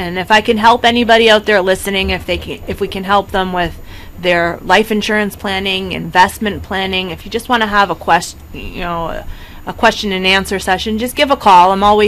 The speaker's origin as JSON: {"language": "English", "town": "Watertown", "region": "Massachusetts", "country": "United States", "tie": "born or raised there", "also_born_or_lived": "Cambridge, Massachusetts", "said": "I grew up in the Watertown Church for Greek school and Sunday school. It was a lot closer to our house in Watertown."}